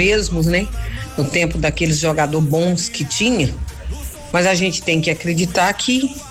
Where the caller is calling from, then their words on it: Brazil; nós somos brasileiros